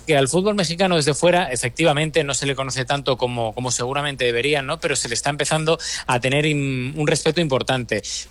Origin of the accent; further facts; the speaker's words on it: Asturias, Spain; porque yo soy español, los dos somos asturianos y del Sporting de Gijón